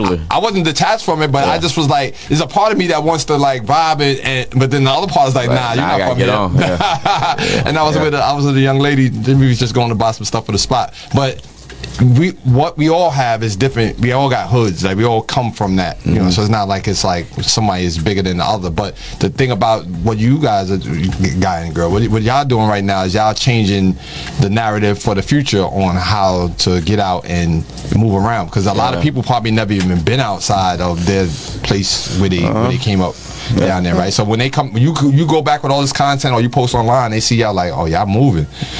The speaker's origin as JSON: {"language": "English", "town": "Bronx", "region": "New York", "country": "United States", "said": "I'm from the Bronx, right? I'm from the South Bronx back in the days when they was burning buildings and all that. The ghetto, super, you know."}